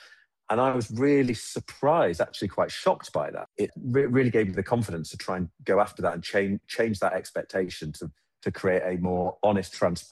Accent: England, United Kingdom; I started wearing glasses when I was at school, growing up in England

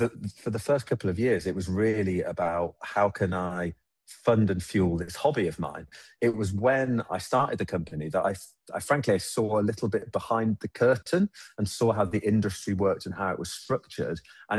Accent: England, United Kingdom; growing up in England

